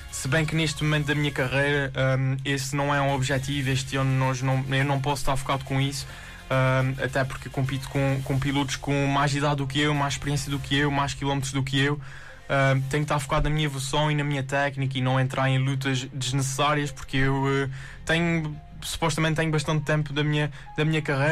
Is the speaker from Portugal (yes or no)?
yes; Azores, Portugal; E a região dos Açores, para mim, é um orgulho enorme ser açoriano